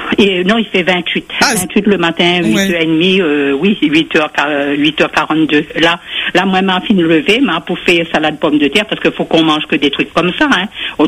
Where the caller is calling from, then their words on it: Hauts-de-France, France; de la Picardie, moi.